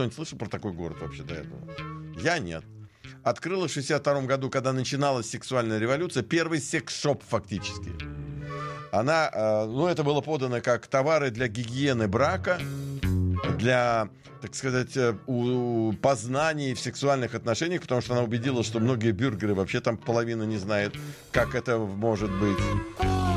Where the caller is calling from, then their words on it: Israel; Всем рахмат, я капер из Израиля.